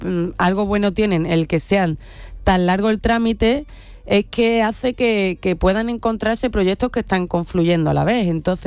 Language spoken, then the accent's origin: Spanish; Villamartín, Andalusia, Spain